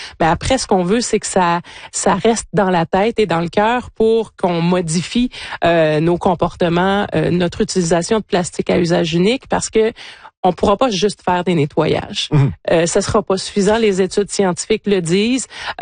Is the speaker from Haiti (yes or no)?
no; Rimouski, Quebec, Canada; nous à Rimouski, moi je viens de Rimouski